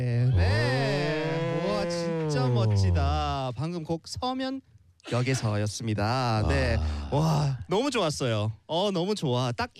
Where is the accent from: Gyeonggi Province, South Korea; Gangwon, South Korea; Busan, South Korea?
Busan, South Korea; born there; moved away; 저 원래 부산인데. 여기서 태어났는데